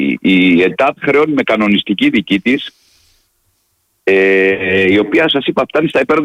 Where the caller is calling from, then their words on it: Rhodes, South Aegean, Greece; σαν Ροδίτης. Δηλαδή λυπάμαι τον τόπο μου.